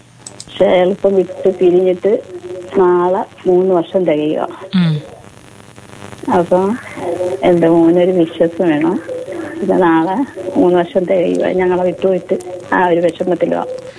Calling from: Kollam, Kerala, India; ഞാൻ കൊല്ലത്തുനിന്ന് വിളിക്കുന്നത്.

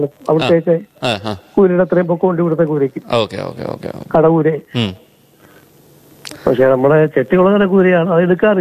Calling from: Kollam, Kerala, India

